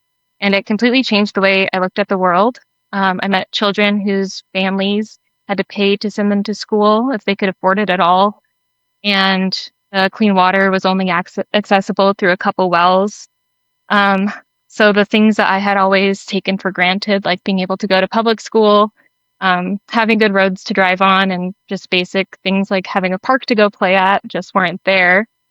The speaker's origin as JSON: {"language": "English", "town": "Nampa", "region": "Idaho", "country": "United States", "tie": "born or raised there", "said": "I grew up here in Nampa. And when I was 15, my dad took me on a trip to Haiti after that devastating earthquake in 2010."}